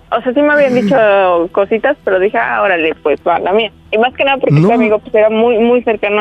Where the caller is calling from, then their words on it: Mexico City, Mexico; Tengo 28 años y soy de la Ciudad de México, aquí del sur.